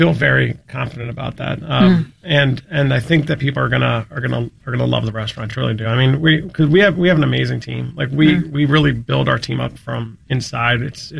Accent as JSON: {"language": "English", "region": "Maryland", "country": "United States", "tie": "born or raised there", "said": "Don't forget, Leah, we were born and raised in Montgomery County."}